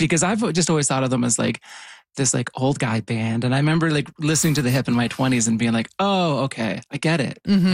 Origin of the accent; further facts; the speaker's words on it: Yukon, Canada; so I grew up in the Yukon, and surprisingly … didn't tour up there because no one did.